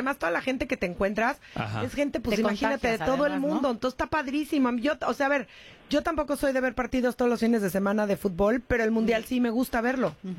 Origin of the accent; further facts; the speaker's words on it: Mexico; La cosa es que yo, como mexicana, pues sí me hubiera gustado ver